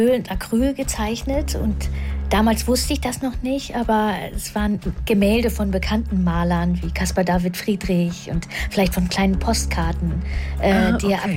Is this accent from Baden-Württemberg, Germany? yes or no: no; Schönhausen, Saxony-Anhalt, Germany; born or raised there; also born or lived in Havelberg